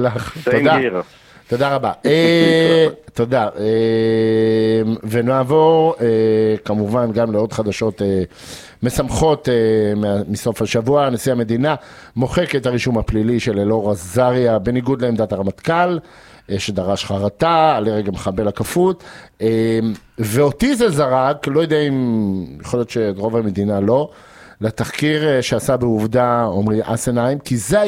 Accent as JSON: {"language": "Hebrew", "town": "Rehovot", "region": "Central District", "country": "Israel", "tie": "born there", "said": "גם אני בילדותי נסעתי על אופניים ביום כיפור, הייתה רמפה מטורפת מרחובות"}